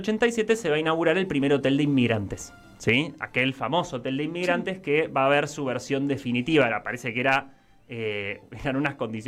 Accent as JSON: {"language": "Spanish", "country": "Argentina"}